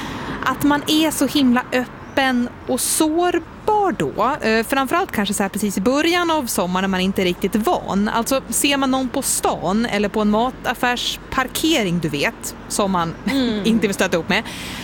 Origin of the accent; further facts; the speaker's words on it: Sweden; vi är fortfarande svenskar